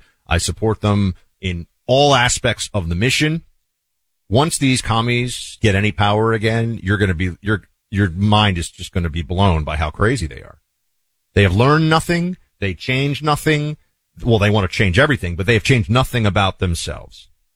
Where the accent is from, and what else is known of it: New York City, New York, United States; born or raised there